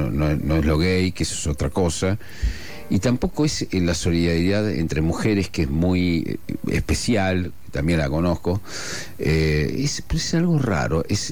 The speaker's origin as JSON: {"language": "Spanish", "country": "Argentina", "first_language": "Asturian", "second_language": "Spanish", "said": "porque soy argentino, porque no había tenido que hacer gran esfuerzo, pero sí, había vivido como en un mundo, yo pertenezco a esa comunidad española"}